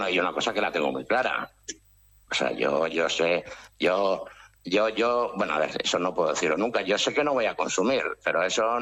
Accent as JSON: {"language": "Spanish", "town": "Oiartzun", "region": "Basque Country", "country": "Spain", "said": "yo no estoy en el barrio, no estoy en el pueblo, yo soy de Oyarzún."}